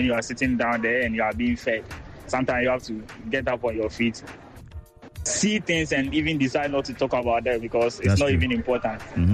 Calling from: Achimota, Greater Accra, Ghana; I'm speaking from Achimota.

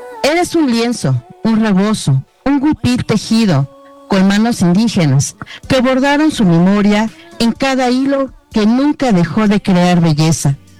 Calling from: Mexico City, Mexico; escucho desde mi casa, que se encuentra en la alcaldía Iztapalapa.

